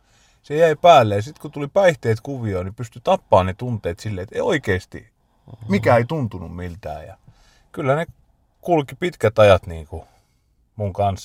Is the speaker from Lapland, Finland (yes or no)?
no; Espoo, Uusimaa, Finland; moved away; mä oon kasvanut tuolla Espoon keskustassa Suvelassa, että oikein semmoisessa hienossa slummialueella.